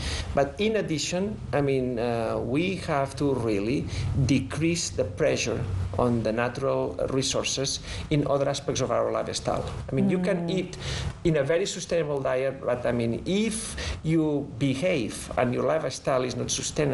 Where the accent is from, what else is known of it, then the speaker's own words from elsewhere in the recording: Spain; now in California, United States; I'm originally from Spain.